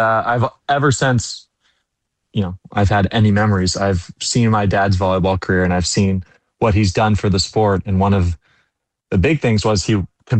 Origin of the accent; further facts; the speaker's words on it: Los Angeles, California, United States; born there; this is my hometown for beach volleyball.